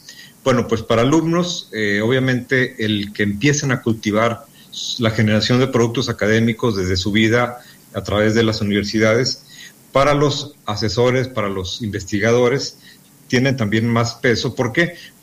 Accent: Durango, Mexico; now in Torreón, Mexico; pero soy de Durango y siempre lo expreso

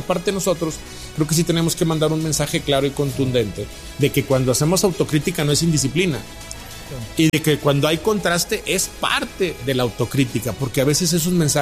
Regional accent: Nuevo León, Mexico; así somos la gente de Nuevo León.

